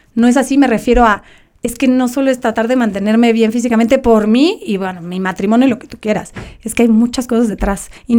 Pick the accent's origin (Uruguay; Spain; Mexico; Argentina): Mexico; now in England, United Kingdom